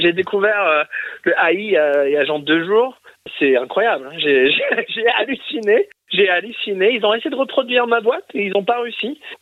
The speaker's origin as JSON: {"language": "French", "region": "England", "country": "United Kingdom", "moved": "yes", "lives_now": "France", "said": "je suis britannique en France. J'ai pas le passeport français."}